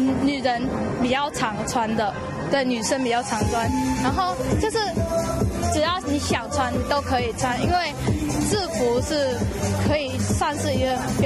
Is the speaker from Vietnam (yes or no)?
yes; Vietnam; Chinese is a second language; now in Taiwan; 我来自越南，然后我已经来朝阳两年多了